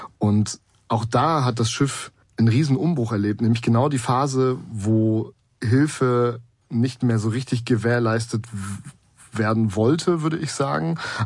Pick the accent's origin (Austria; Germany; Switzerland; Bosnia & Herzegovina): Germany; Rostock, Mecklenburg-Vorpommern; Also ich bin 1989 in Rostock geboren und da hat meine ganze Familie väterlicherseits, also Onkel, Vater, Opa, die haben alle auf den Rostocker Werften gearbeitet.